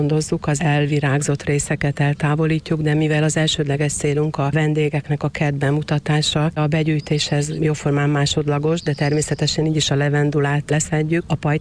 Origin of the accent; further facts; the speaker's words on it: Agyagosszergény, Győr-Moson-Sopron, Hungary; born there; Az én szülőfalumból is, Agyagos Szergényből is